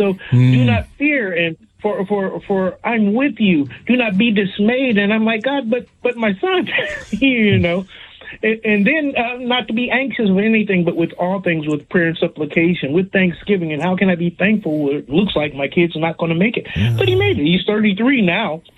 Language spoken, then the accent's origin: English; Toledo, Ohio, United States; Oh, my hometown's Toledo.